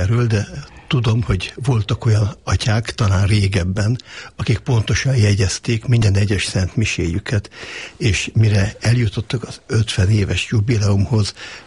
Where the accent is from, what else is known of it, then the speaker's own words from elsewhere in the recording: Budapest, Hungary; már mondhatom, hogy jelenleg az ötödik generációban élünk a 8. kerületben, a tisztviselőtelepen. Ott születtem, ott nőttem föl 4 testvéremmel együtt